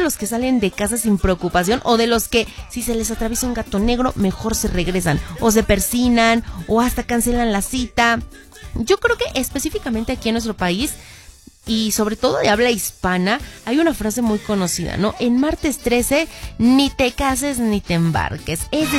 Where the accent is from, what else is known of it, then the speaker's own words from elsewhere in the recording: Mexico; ¿O no me andas queriendo tanto porque soy peruano? Más mexicano, más, el nopal más marcado en la cara no puedes tener, mi querido Sergio Presa.